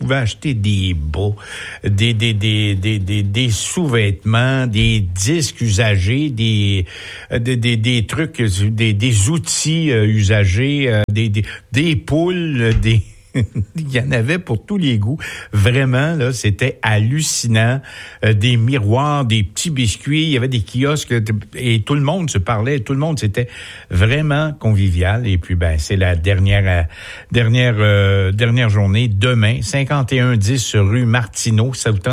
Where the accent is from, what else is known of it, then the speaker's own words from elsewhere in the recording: Saint-Hyacinthe, Quebec, Canada; moi, je suis mascoutin. Je suis natif de Saint-Hyacinthe.